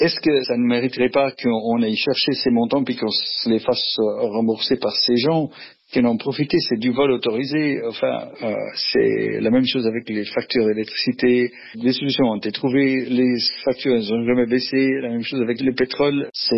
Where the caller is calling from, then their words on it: Romandy, Switzerland; Oui, bonjour … je vous appelle de Bête, la Suisse romande.